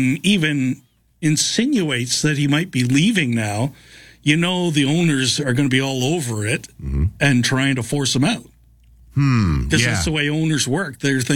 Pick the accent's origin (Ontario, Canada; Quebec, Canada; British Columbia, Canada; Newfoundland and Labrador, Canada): Ontario, Canada; London; now in Victoria, Canada; I was in Red Deer, Alberta as my hometown London Knights won the 2016 Memorial Cup.